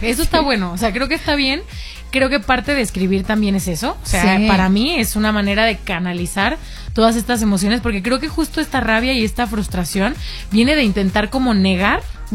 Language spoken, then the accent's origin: Spanish; Guadalajara, Jalisco, Mexico; moved away as an adult; also born or lived in Spain; now in Mexico City, Mexico; mi familia está en Guadalajara, yo soy de Guadalajara, entonces la mayor parte de mi familia está en Guadalajara